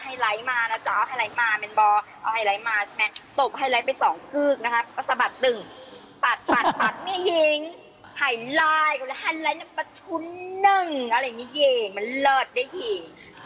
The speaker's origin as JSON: {"language": "Thai", "region": "Phang Nga", "country": "Thailand", "said": "หนูต้องบอกว่าแม่หนูเป็นคนอีสานค่ะอุดรค่ะแต่พ่อต้องถึงภาคใต้ค่ะ"}